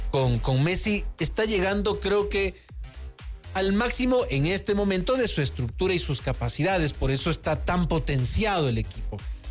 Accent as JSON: {"language": "Spanish", "country": "Ecuador", "said": "ya no pasó esto de que vamos todos al estadio porque somos ecuatorianos."}